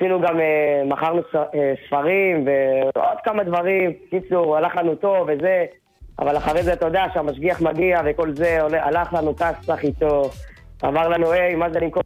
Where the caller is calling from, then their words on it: Jerusalem, Jerusalem District, Israel; אני מירושלים.